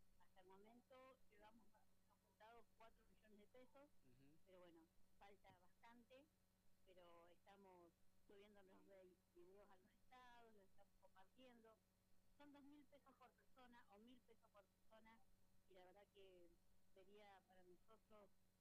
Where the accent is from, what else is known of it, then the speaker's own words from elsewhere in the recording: Plottier, Neuquén, Argentina; soy de Plotier, de la provincia de Neuquén. Uh-huh. Bueno, en este momento estoy acá en Buenos Aires.